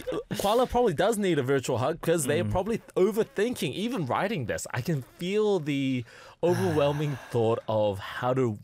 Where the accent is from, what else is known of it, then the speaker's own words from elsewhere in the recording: New Zealand; I'm Kiwi as well.